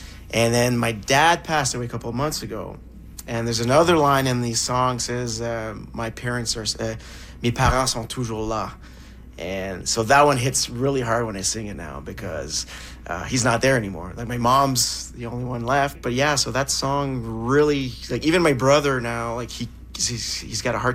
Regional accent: Canada; born there; growing up in Canada

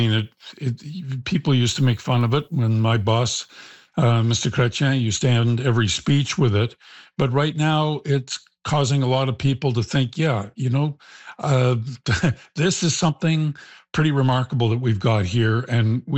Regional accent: Canada; I'm passionate about Canada.

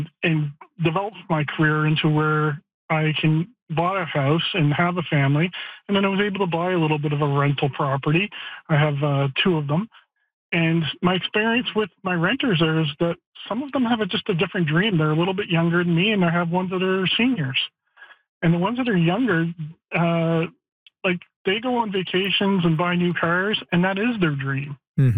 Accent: the Maritimes, Canada; I grew up in the Maritimes, and I've lived in seven different provinces, and I'm a Gen Xer.

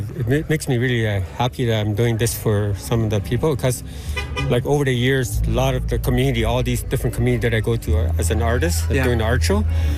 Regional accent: Northwest Territories, Canada; people from my hometown, Bishokon

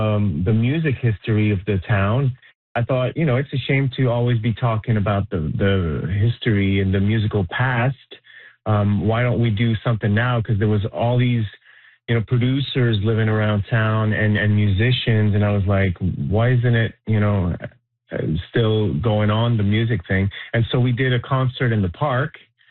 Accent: Montreal, Quebec, Canada; now in Morin-Heights, Canada; I'm from Montreal, born and raised, and then we moved to Moreton Heights 17 years ago.

